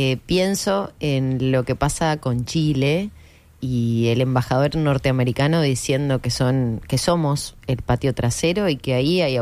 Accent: Uruguay

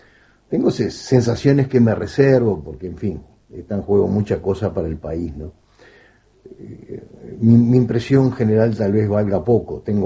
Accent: Uruguay; a mí como abogado uruguayo retirado

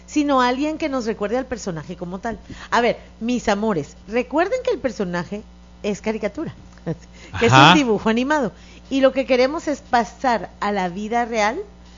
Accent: Guatemala; Yo soy guatemalteca

